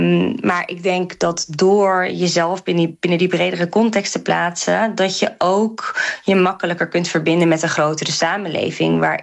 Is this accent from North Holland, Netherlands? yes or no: yes; North Holland, Netherlands; dan ik toen ik opgroeide in Noord-Hollandse dorpjes.